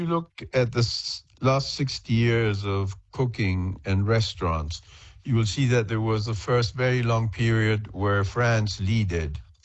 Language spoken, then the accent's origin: English; Patagonia, Argentina; moved away as an adult; also born or lived in Paris; I was born in Argentina and I was raised in Patagonia.